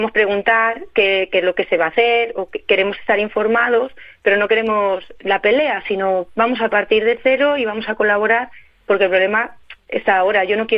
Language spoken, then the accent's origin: Spanish; Piedralaves, Castile and León, Spain; desde el Pozo de las Nieves en mi pueblo, en Piedralave